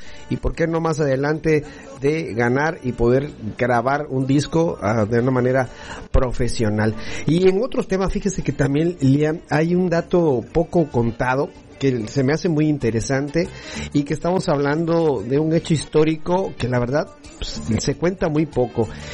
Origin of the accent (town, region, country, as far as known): Campeche, Mexico